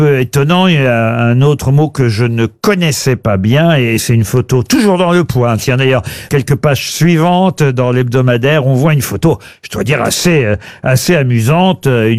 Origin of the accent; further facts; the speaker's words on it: France; Ah, c'est vrai que la blouse, chez nous en France, vue de dos, c'est pas terrible parce qu'on a toujours le cul qui dépasse.